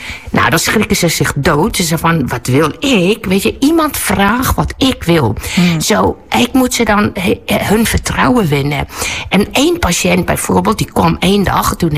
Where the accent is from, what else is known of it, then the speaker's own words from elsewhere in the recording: South Africa; Maar ik kom natuurlijk uit Zuid-Afrika.